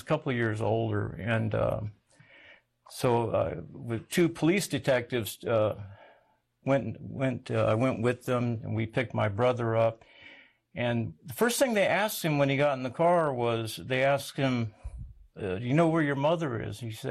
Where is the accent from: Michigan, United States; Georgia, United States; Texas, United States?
Texas, United States; San Antonio; born there; Okay. Well, I was born in San Antonio, Texas, and the Lord blessed me with quite a bit of adversity.